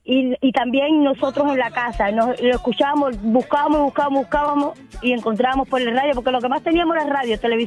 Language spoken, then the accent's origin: Spanish; Cuba